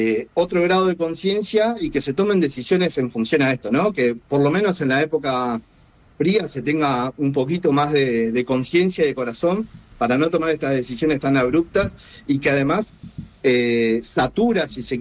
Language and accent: Spanish; Tierra del Fuego, Argentina; en una provincia como la nuestra, que es productora de gas, en mi pueblo haya tanta gente sin gas.